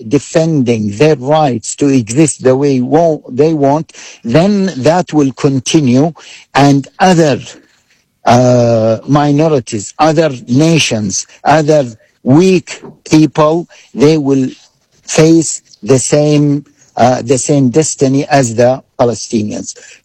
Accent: United Kingdom; I am from Britain, in Europe, and in particular countries like South Africa.

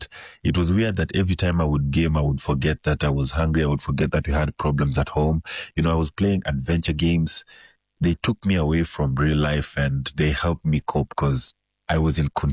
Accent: Nairobi, Kenya; I grew up in Kibra, and Kibra is one of the biggest slums in Africa now, and it's one of the most dangerous places to grow.

